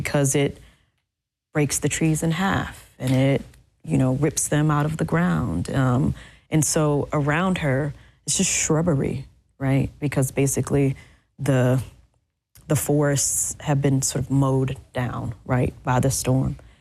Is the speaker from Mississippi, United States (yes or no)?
yes; Mississippi, United States; I live on the Mississippi Gulf Coast, right, and my hometown is on the back of the Bay of St. Louis, right